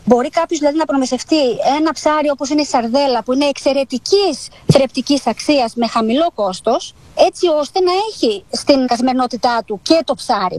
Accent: Greece; ειδικά εμείς που είμαστε Έλληνες και ζούμε σε μια χώρα

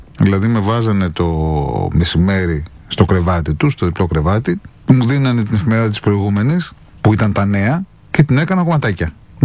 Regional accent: Athens, Attica, Greece; born there

